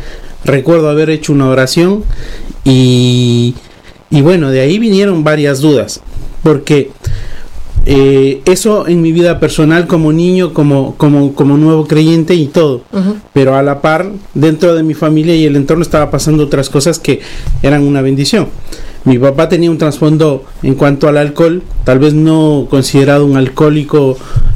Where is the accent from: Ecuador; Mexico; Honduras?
Ecuador; Quito, Pichincha; Nosotros venimos como ecuatorianos, tenemos un trasfondo católico muy fuerte, muy fuerte.